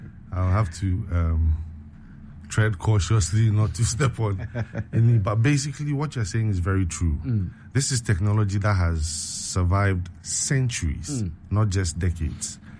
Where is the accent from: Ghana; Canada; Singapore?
Ghana; I'm also Ghanaian, so I'll say it's here.